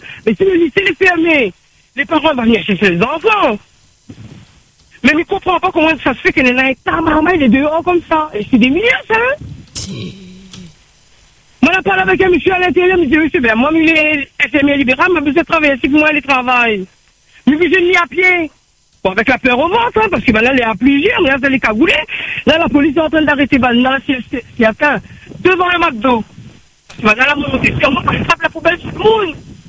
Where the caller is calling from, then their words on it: Saint-Pierre, Réunion; Moi, je suis à Saint-Pierre, devant le lycée Paul Hermann.